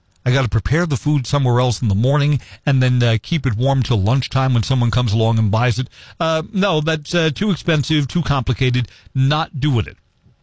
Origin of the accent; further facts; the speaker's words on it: Brooklyn, New York, United States; If you've ever lived in a big city, Like I have. I mean, I grew up in Brooklyn. I know all five boroughs of New York, Manhattan, Staten Island, the Bronx, Queens.